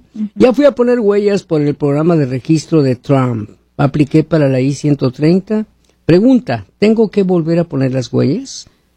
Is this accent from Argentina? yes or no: no; Mexico; Soy de México con esposa ciudadana.